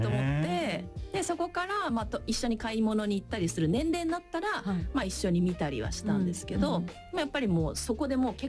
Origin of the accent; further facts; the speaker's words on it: Nagasaki, Japan; なんか私長崎出身で、はい、決して都心じゃないんですけど